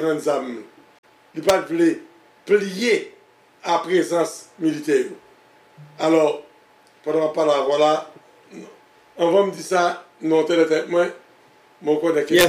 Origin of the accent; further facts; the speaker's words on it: Haiti; Nous sommes jeunes d'Haïti, nous sommes jeunes petits garçons, le c'est la première fois que un livre a sorti dans le pays d'Haïti.